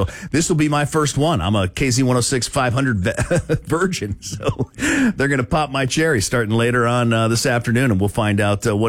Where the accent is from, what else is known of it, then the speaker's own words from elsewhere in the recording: Florida, United States; moved away; I'm from South Florida, right?